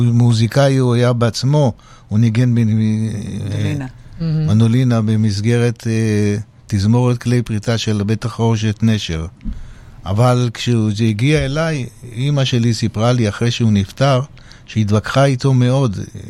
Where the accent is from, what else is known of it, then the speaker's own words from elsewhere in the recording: Haifa, Haifa District, Israel; אני נולדתי בחיפה.